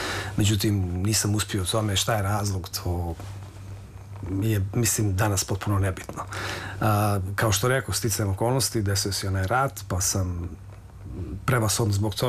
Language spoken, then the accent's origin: Bosnian; Bosnia & Herzegovina; ali se ponašala prema meni kao da smo mi negdje odrasli zajedno, negdje u Bosni, odakle sam ja.